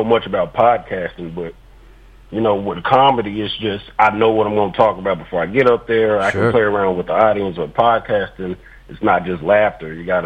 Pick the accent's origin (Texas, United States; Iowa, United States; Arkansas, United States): Arkansas, United States; I'm from Arkansas.